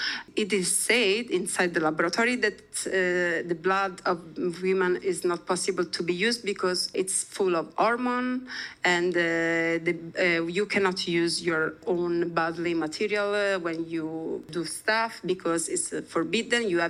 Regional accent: Italy; English is a second language; moved away; I come from Italy.

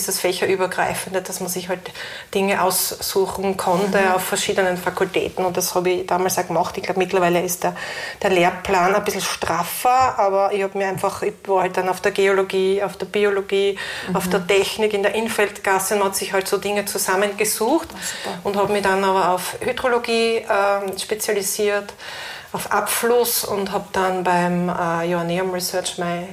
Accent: Fehring, Styria, Austria; Also, eigentlich komme ich aus der Oststeiermark. Ich bin in Fähring aufgewachsen und dann meine Schulstationen in Fürstenfeld und Feldbach.

